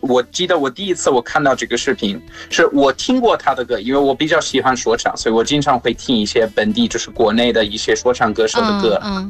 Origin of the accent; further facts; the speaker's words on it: South Africa; Chinese is a second language; 就像我每次跟大家说我来自南非